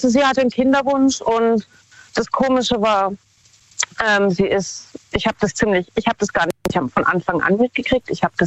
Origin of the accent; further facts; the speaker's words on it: Ettlingen, Baden-Württemberg, Germany; Von Baden-Württemberg, nähe Karlsruhe.